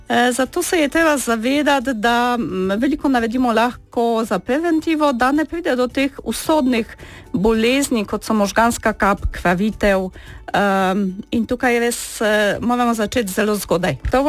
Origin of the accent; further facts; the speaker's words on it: Kraków, Lesser Poland, Poland; Slovenian is a second language; now in Slovenia; Prihajam iz Poljske, iz Krakova, tam sem študirala medicino, spoznala svojega moža in potem sva se odločila, da mogoče nadaljujeva svojo pot v Sloveniji.